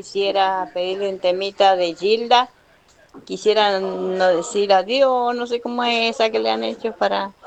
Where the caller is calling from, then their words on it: San Roque, Argentina; de San Roque.